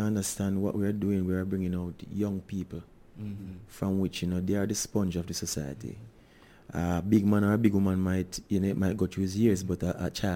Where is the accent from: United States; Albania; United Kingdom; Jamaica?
Jamaica; Saint Thomas Parish; Yeah, man, I am from St. Thomas